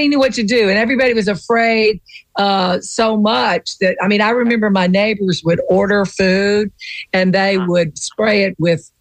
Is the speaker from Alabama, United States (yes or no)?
yes; Mobile, Alabama, United States; now in Florida, United States; originally I was from Mobile, Alabama. And, you know, we have so much seafood there